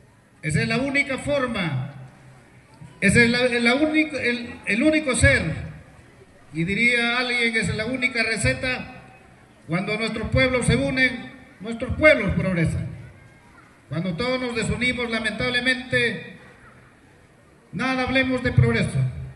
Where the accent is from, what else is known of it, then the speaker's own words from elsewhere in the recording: Peru; aquí en nuestro centro poblado de San Ignacio también decirle que aquí somos tan peruanos, somos bien peruanos